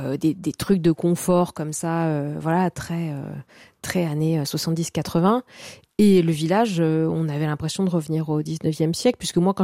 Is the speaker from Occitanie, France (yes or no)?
no; Bastia, Corsica, France; Donc moi, je suis née à Bastia et j'ai passé pas mal de temps aussi en Castagniccia, donc c'est en moyenne montagne, puisqu'en Corse, en général, on a toujours deux lieux.